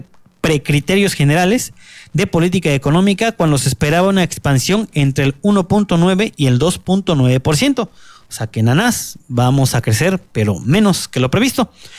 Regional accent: Mexico

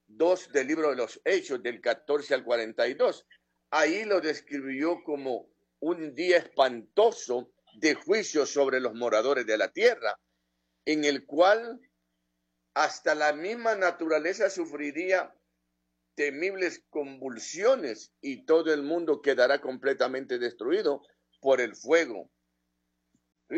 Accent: El Salvador; moved away; acabo de regresar, no necesito decirlo, pero tengo casi 20 meses de estar aquí en mi país, El Salvador

